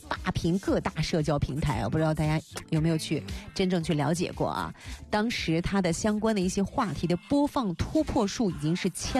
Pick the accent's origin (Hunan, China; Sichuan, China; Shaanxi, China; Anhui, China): Shaanxi, China; 我们的陕北方言